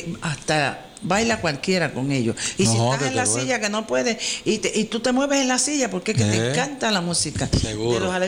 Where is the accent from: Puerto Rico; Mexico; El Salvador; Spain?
Puerto Rico; somos puertorriqueños, somos luchones.